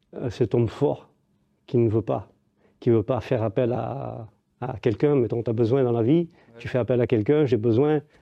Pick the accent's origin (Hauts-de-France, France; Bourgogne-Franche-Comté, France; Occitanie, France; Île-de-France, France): Occitanie, France; Perpignan; je suis de Perpignan, je suis marié.